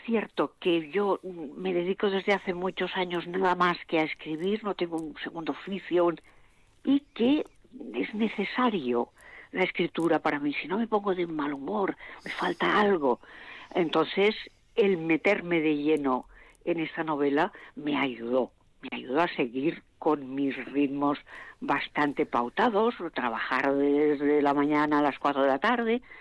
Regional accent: Valencia, Valencian Community, Spain; also born or lived in Almansa, Spain / Barcelona, Spain; natal muy relativa porque me fui pronto a Valencia, después Cataluña, Barcelona, me he movido, pero nací en Almansa.

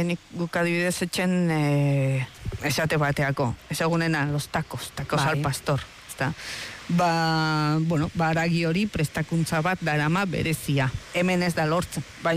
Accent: Mexico; Tani, bueno, ezke mexikarra naiz, dakitzer, eta esaten diat, nola da posible.

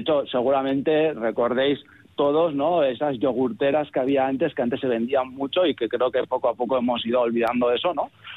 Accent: Pamplona, Navarre, Spain; yo que soy de Pamplona

